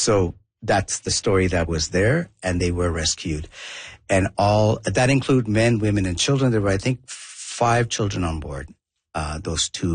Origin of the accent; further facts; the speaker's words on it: southern India, India; first language Tamil; English is a second language; now in Toronto, Canada; So I was born and raised in India, in southern India. I'm also Tamil heritage, so my mother tongue is Tamil.